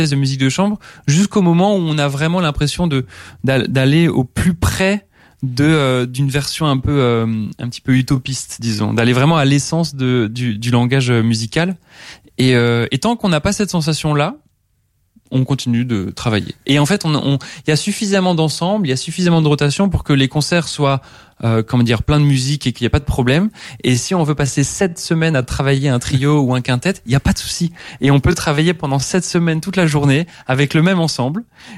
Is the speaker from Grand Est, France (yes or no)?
yes; Thann, Grand Est, France; je suis issu d'une famille de musiciens amateurs. Donc j'ai grandi en Alsace dans une petite ville qui s'appelle Tann